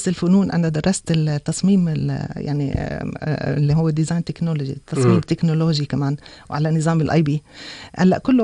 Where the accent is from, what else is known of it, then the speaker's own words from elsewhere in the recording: Jordan; بس هلأ صار عندنا في الأردن